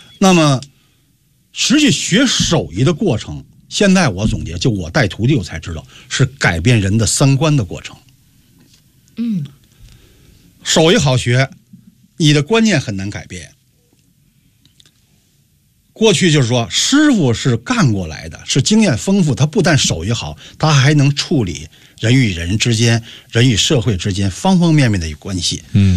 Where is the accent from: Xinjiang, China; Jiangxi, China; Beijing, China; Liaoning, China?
Beijing, China; 而且我是在怀柔大山里长大的，每年都要晾杏干。